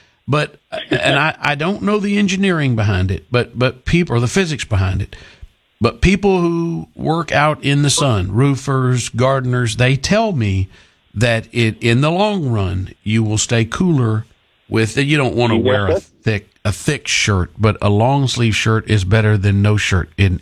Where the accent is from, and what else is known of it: Texas, United States